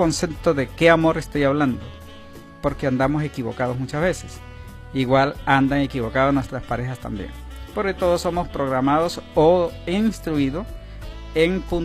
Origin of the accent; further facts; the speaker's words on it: Apure, Venezuela; Yo soy de Apure. Yo soy del municipio de José Antonio Páez.